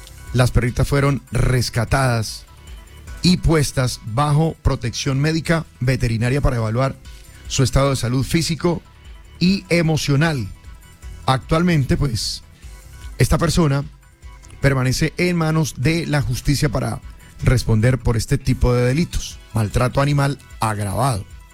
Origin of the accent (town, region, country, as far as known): Colombia